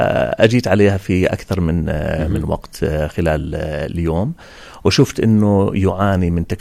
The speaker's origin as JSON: {"language": "Arabic", "town": "Irbid", "region": "Irbid Governorate", "country": "Jordan", "tie": "born or raised there", "said": "أنا من رواد إربد، أنا ابن إربد وبعرف تقاطعاتها،"}